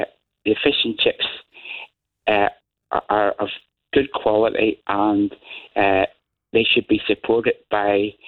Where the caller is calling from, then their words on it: Belfast, Northern Ireland, United Kingdom; I'm a second generation potato merchant just outside Belfast